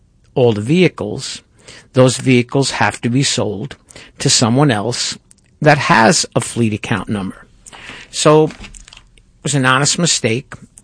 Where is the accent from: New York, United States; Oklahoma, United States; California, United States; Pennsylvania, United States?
New York, United States; And if you've listened to the show for a while, you realize I'm from New York.